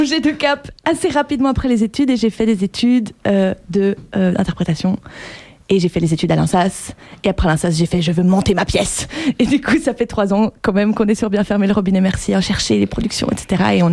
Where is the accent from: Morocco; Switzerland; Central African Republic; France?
Switzerland; born there; moved away; Moi, je viens de Suisse. Je suis née en Suisse, de parents espagnols et italiens.